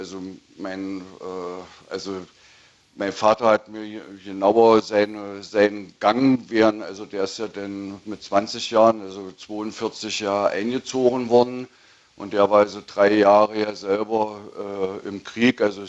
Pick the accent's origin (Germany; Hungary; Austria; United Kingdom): Germany; East Germany; also ich bin in der DDR groß geworden und spätestens, wo ich dann 1980 mich für ein Studium beworben habe